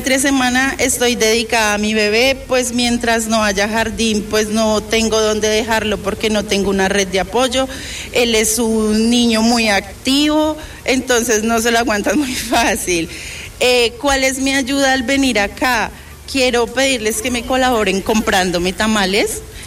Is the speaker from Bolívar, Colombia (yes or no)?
no; Tolima, Colombia; moved away as an adult; now in Pereira, Colombia; soy del Tolima, pero llevo 2 años y medio acá en Pereira, feliz, enamorada.